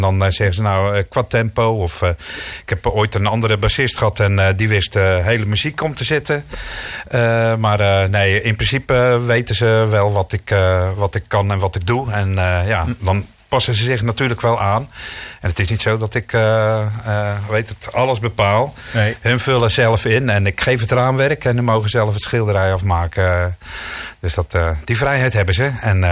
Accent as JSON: {"language": "Dutch", "town": "Goes", "region": "Zeeland", "country": "Netherlands", "also_born_or_lived": "Spain", "moved": "as an adult", "said": "ik kom uit Zeeland, uit Goes."}